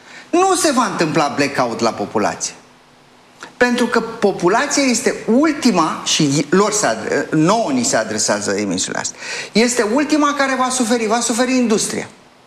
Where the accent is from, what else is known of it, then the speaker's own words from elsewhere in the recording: Gorj County, Romania; eu sunt din Gorj